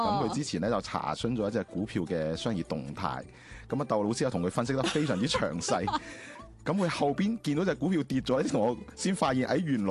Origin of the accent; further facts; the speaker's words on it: Guangdong, China; 即系我哋广东人讲嘅老作